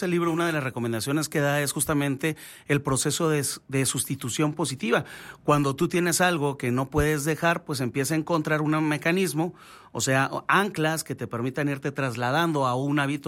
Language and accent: Spanish; Camargo, Mexico; con todo el cariño que tiene un camarguense hacia los muchos camarguenses